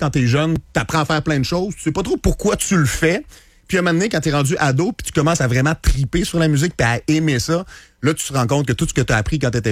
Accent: Rivière-du-Loup, Quebec, Canada; now in Quebec City, Canada; Je suis déménagé parce que moi, je viens du Bas-Saint-Laurent, je viens de Rivière-du-Loup.

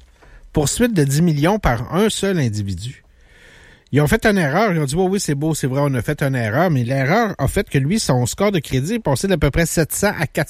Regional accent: Quebec City, Quebec, Canada; Je suis chauvin de ma ville, chauvin de ma région. J'adore venir de Québec.

